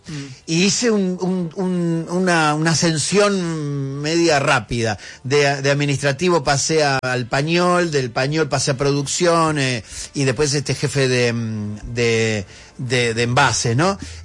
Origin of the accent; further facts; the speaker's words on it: Munro, Buenos Aires Province, Argentina; porque yo soy de Munro